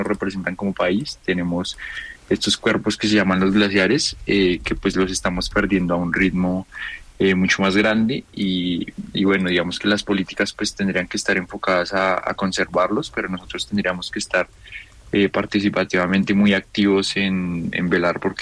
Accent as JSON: {"language": "Spanish", "country": "Colombia", "said": "Y pues la pérdida de estos como colombianos pues nos afecta"}